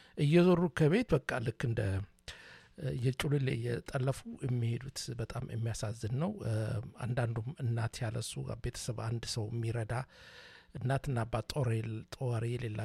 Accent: Dire Dawa, Ethiopia; ማንንም ሰው እኔ ድሬዳዋ ተወልጄ ነው ያደኩት

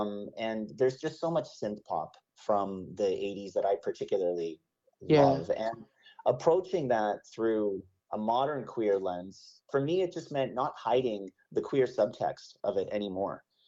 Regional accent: Vancouver, British Columbia, Canada; moved away as an adult; now in Toronto, Canada; I was born and raised in Vancouver, actually.

